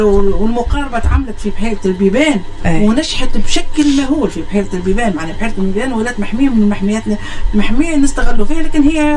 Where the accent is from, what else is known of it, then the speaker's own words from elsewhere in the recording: Ben Guerdane, Medenine, Tunisia; حنا جنود تونس اللي هما اصلا من بنقردان